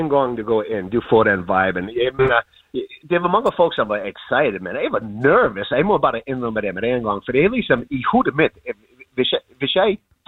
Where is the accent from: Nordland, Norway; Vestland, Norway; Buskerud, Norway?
Vestland, Norway; Bergen; jeg kommer fra Bergen